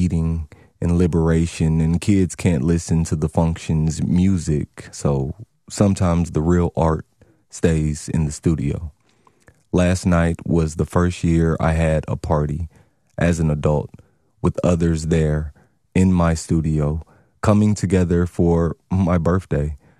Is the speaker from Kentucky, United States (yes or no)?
yes; Louisville, Kentucky, United States; I tell them, well … I'm from Louisville, Kentucky.